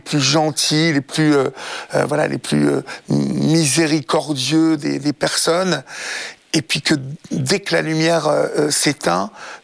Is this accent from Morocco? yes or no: no; Évreux, Normandy, France; Vous savez cette chanson que j'entendais quand j'étais enfant de chœur à Évreux